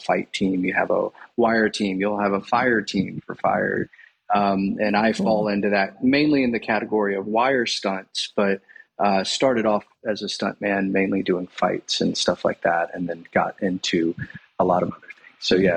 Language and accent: English; United States; moved back to Atlanta when I was 12. But I was the typical rebellious American preacher's kid, you know.